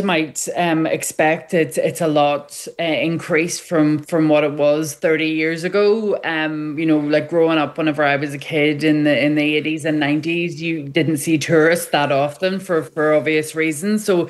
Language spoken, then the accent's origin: English; Belfast, Northern Ireland, United Kingdom; I'm from Belfast, but I absolutely love it.